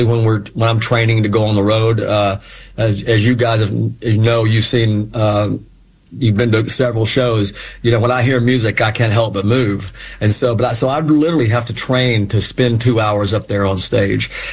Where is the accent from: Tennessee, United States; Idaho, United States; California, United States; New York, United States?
Tennessee, United States; Knoxville; You know, growing up in East Tennessee and in Knoxville, you know, we didn't have a pro allegiance to anything.